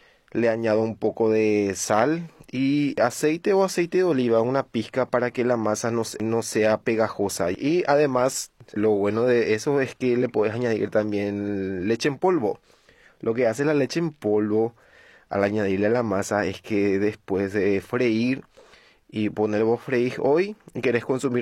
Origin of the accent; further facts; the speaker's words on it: Itapúa, Paraguay; moved away as an adult; now in Asunción, Paraguay; soy del sur de Itapúa.